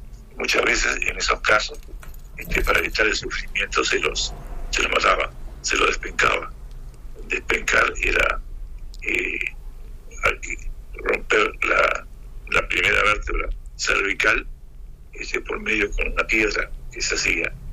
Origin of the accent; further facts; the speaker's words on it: Uruguay; como uruguayo, como maestro